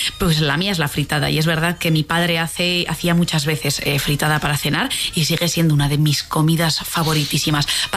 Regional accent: Aragon, Spain

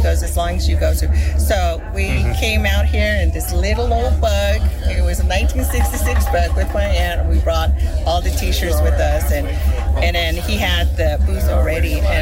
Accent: Shiprock, New Mexico, United States; now in Newhall, United States; I'm originally from Shiprock as well, but I live in Newhall, California now.

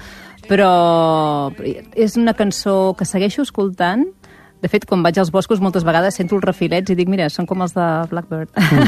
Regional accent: Vilafranca del Penedès, Catalonia, Spain; also born or lived in Barcelona; Vaig néixer a Barcelona, però al cap de res, 3 anyets, ja érem a Vilafranca del Penedès.

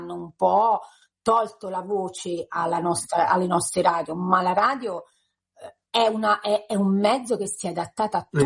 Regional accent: Marche, Italy; Radio M Martignano, che è proprio il paese, il mio paese, e il paese di provenienza e dove oggi ho la sede la radio.

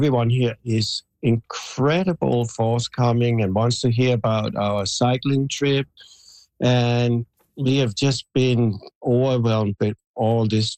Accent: Denmark; also born or lived in Halifax, Canada; now in Blandford, Canada; I grew up in Denmark.

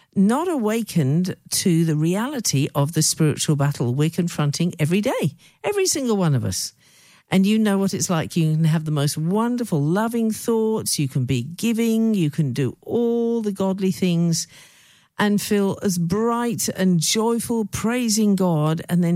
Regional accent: United Kingdom; I remember growing up in the United Kingdom

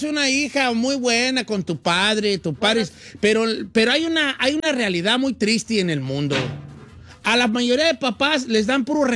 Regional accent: Michoacán, Mexico; porque yo soy de Michoacán, ¿verdad?

